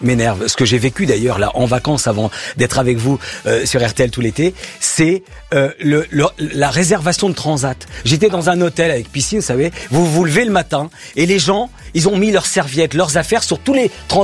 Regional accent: France; Nous aimons râler pour le plaisir, car nous sommes français et on râle ensemble de bon matin.

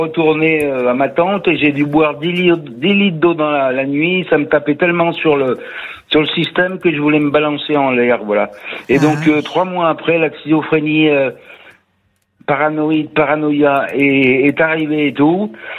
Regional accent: Grenoble, Auvergne-Rhône-Alpes, France; moved away as an adult; now in Lyon, France; je suis originaire de Grenoble, mais je suis arrivé à Lyon après le service militaire pour travailler

